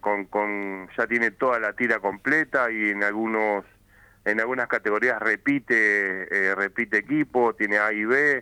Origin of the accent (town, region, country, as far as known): Argentina